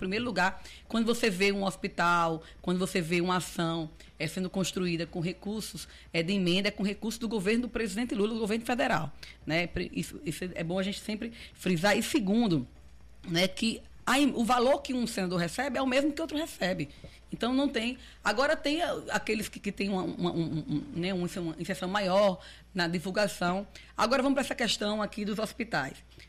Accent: Mossoró, Rio Grande do Norte, Brazil; Eu sou de Mossoró

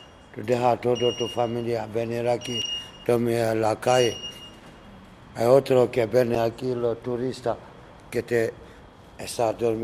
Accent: Conakry, Guinea; Spanish is a second language; now in Spain; Soy de Guinea, De Conakry.

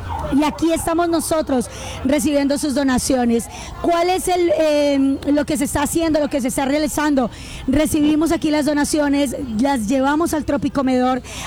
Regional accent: Colombia; como colombianos, como país, como ciudad.

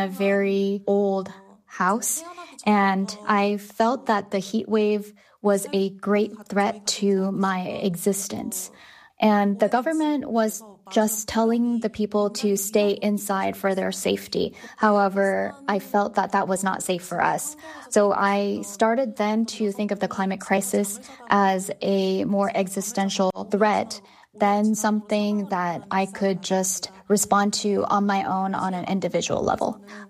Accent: Seoul, South Korea; English is a second language; I was born and raised in Seoul, which is a very densely

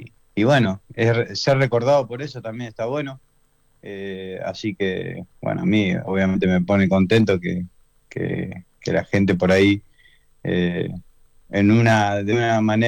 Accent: Córdoba, Argentina; para la gente de Córdoba, para nosotros

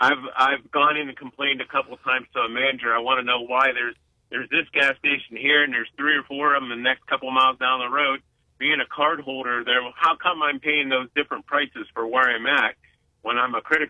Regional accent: Slippery Rock, Pennsylvania, United States; when I was a kid, I grew up in Pennsylvania

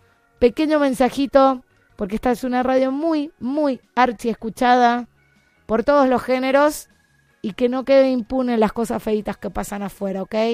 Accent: Argentina

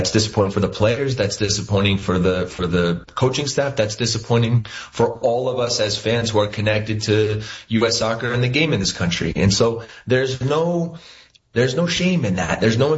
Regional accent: Princeton, New Jersey, United States; born there; I was born in Princeton, New Jersey.

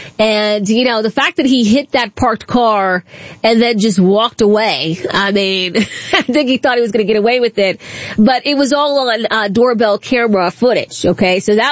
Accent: Prince George's County, Maryland, United States; I grew up in Prince George's County.

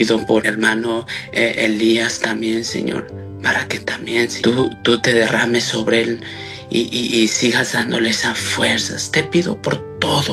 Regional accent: Mexico City, Mexico; also born or lived in Atlanta, Georgia; now in Gainesville, United States; yo soy de la Ciudad de México. Estamos ahorita en Gainesville, Georgia.

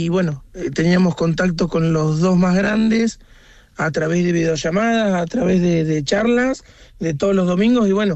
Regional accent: Henderson, Buenos Aires Province, Argentina; Somos de Henderson, provincia de Buenos Aires.

